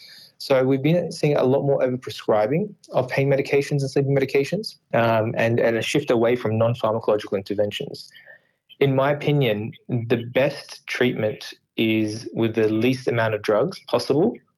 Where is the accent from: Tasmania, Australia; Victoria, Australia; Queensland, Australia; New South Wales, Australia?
New South Wales, Australia; Sydney; I'm from Sydney and I can't get from my home to the city without paying some sort of toll